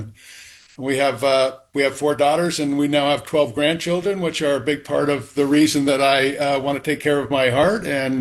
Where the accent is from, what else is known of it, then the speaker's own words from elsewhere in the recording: Portland, Oregon, United States; also born or lived in Louisiana; Yeah, I grew up in Portland, went to the University of Colorado, and I got drafted by the New Orleans Saints, and I got to play there for 13 years, which was a lot of fun.